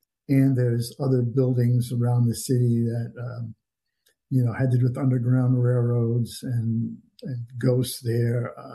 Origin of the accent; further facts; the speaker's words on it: Connecticut, United States; I grew up in New England, Connecticut specifically